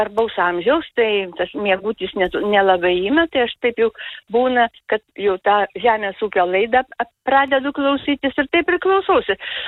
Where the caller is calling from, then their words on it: Kupiškis, Panevėžys County, Lithuania; Labą dieną. Aš esu iš Kupiškio.